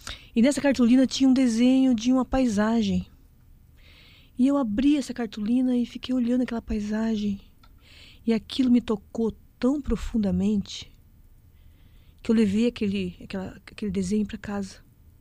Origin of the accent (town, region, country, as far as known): São Lourenço da Serra, São Paulo, Brazil